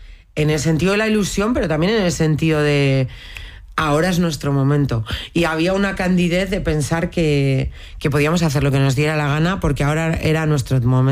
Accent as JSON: {"language": "Spanish", "town": "Bilbao", "region": "Basque Country", "country": "Spain", "said": "es que yo soy de Bilbao, el lugar donde está el aeropuerto"}